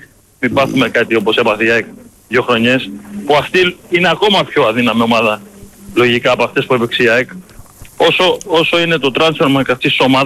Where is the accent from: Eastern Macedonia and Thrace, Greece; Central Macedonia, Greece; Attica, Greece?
Attica, Greece; Agioi Anargyroi; από Αγίου Αναργύρου, Παρνακός.